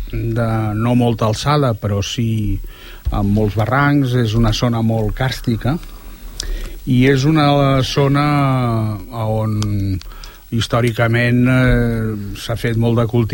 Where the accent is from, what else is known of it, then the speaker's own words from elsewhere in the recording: Fondeguilla, Valencian Community, Spain; El poble on jo em vaig criar, en Bart, és un poble que es diu Fondeguilla, que està a uns 4 quilòmetres de la Vall d'Uixó